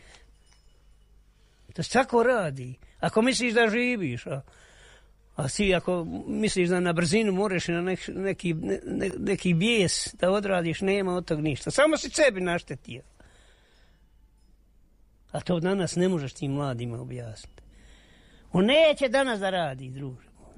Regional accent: Konjic, Federation of Bosnia and Herzegovina, Bosnia & Herzegovina; now in Višegrad, Bosnia and Herzegovina

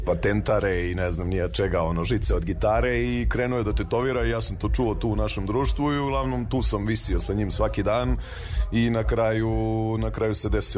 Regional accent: Gornji Milanovac, Moravica District, Serbia; born there; rodom sam iz Gornjeg Milanovca, već tetoviram već preko 15 godina.

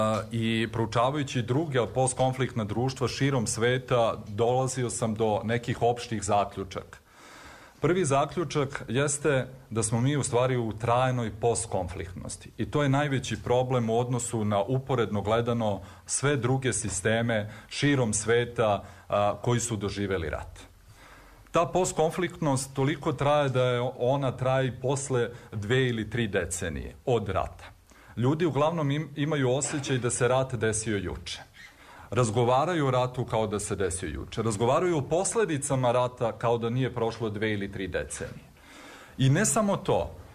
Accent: Pristina, Kosovo; born there; moved away; da sam rođen u Prištini, na Kosovu, da nažalost ne živim više na Kosovu, tu su još uvijek moji roditelji

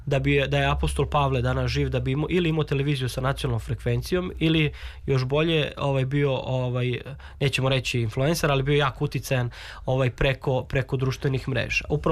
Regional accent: Serbia; i zaista mi kao Srbi slobodno mogu da kažem, možemo da se postidimo.

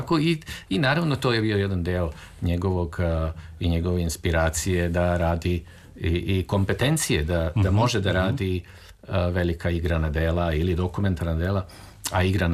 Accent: Belgrade, Serbia; ja sam rođen u Beogradu i prvi dom je bio na Slaviji

